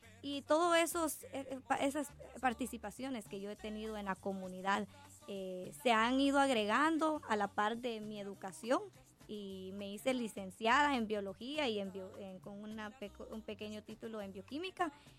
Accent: Washington, District of Columbia, United States; born there; accent: Guatemalan; also born or lived in Massachusetts; now in Maine, United States; Yo, de hecho, sí nací en el área de Washington, D.C., para la primera pregunta que usted me estaba haciendo, pero sí, soy bilingüe

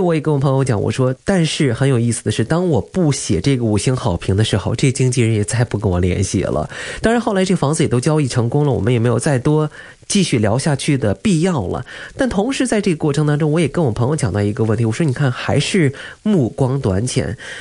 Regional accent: China; 我们中国人

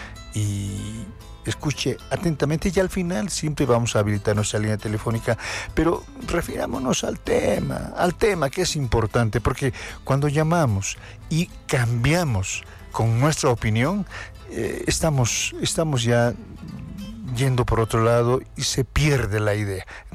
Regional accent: Bolivia

